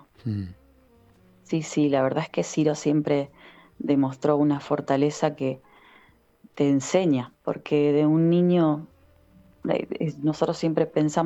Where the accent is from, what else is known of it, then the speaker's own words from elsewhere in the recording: Mendoza, Argentina; moved away as an adult; now in Neuquén, Argentina; Nosotros somos mendocinos, pero vivimos en Neuquén hace ya 5 años. Entonces toda nuestra familia, todo nuestro pilar está en Mendoza.